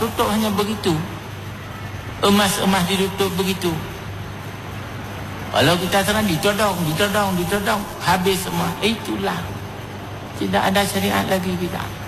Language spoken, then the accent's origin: Indonesian; Aceh, Indonesia